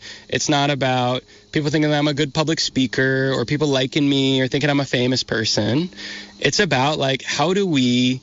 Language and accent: English; Vermont, United States; You know, and I'm from Vermont and I like have certain attributes that make it easier for them to do that.